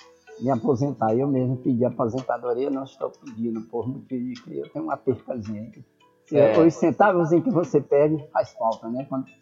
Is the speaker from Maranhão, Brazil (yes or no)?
yes; Codó, Maranhão, Brazil; born there; Nasci em Codó. No mesmo prédio que eu trabalho hoje.